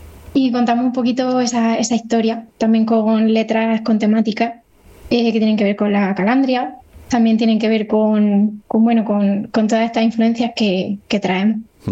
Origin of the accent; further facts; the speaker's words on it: Caravaca de la Cruz, Region of Murcia, Spain; Yo soy de Caravaca de la Cruz, o sea que somos zona más o menos cercana en cuanto a folclore.